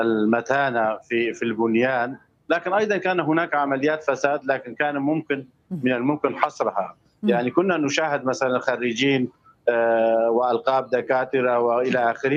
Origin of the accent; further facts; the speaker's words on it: Syria; now in Qamishli, Syria; أولوياتنا كسوريين تغيرت